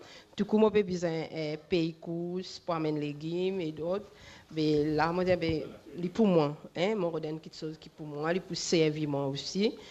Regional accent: Mauritius; moved away as an adult; now in Rodrigues, Mauritius; Au fait, moi, je suis à Maurice depuis bien petit.

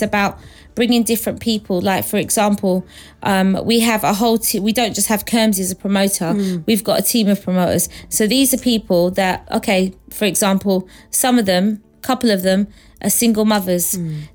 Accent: Mauritius; moved away; As I was growing up in school, when I'm telling people I come from Mauritius, they were like, where's that?

